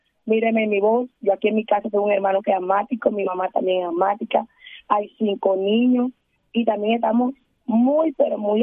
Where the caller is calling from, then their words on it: Magdalena, Colombia; yo estoy aquí, vivo. Yo soy residente del Parque La Salamanca, vivo en el sector El Ancla